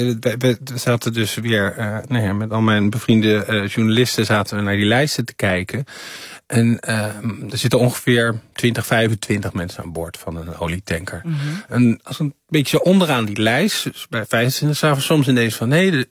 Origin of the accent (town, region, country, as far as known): Netherlands